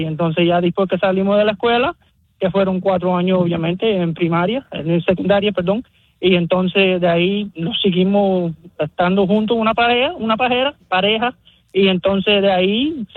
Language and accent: Spanish; Florida, United States; now in Atlanta, United States; De Florida. Nosotros somos original de Florida.